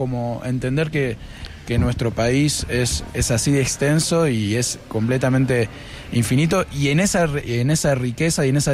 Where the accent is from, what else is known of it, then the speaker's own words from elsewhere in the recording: Buenos Aires, Argentina; Como a nosotros, como porteños, nos venden que el folclore de una manera que es como si fuera un museo